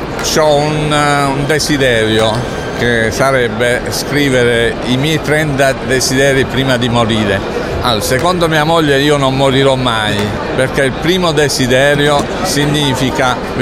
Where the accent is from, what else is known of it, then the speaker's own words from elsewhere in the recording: Monopoli, Apulia, Italy; Io vengo da Monopoli, in Puglia.